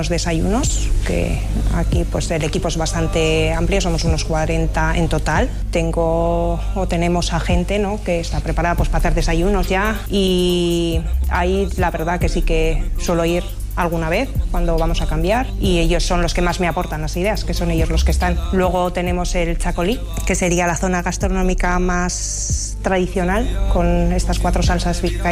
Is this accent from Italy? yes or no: no; Santurce, Basque Country, Spain; also born or lived in Baracaldo; Yo soy nacida en Baracaldo, pero santurciana, o sea, de Santurce.